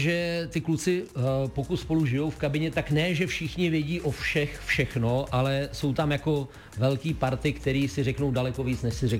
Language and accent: Czech; Liberec, Liberec Region, Czechia; My tomu říkáme u nás na severu, já jsem z Liberce, u nás na severu tomu říkáme, že to je cufíl.